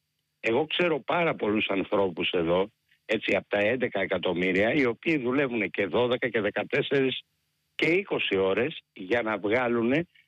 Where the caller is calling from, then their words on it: Greece; Εγώ είμαι Έλληνας.